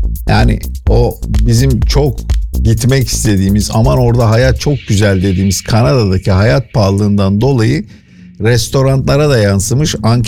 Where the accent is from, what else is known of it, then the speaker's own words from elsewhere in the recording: İzmir, Turkey; Ben İzmirliyim. Köfteyi severim. Reklamın benden dedim.